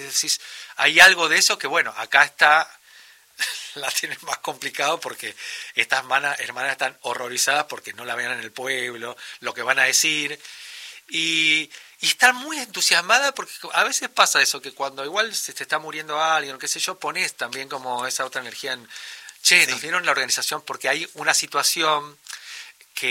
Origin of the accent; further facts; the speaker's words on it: San Juan, Argentina; yo que soy sanjuanino.